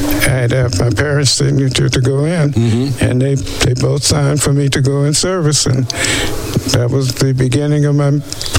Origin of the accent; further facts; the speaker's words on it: Evanston, Illinois, United States; now in Goldsboro, United States; I grew up in Illinois, Evanston, Illinois.